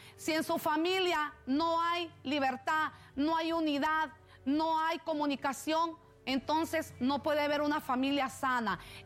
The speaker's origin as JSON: {"language": "Spanish", "town": "Maraita", "region": "Francisco Morazán", "country": "Honduras", "moved": "yes", "said": "Así que un saludo también para mi pueblo Maraita, donde me está escuchando mi madre y mis hermanos, mi papá."}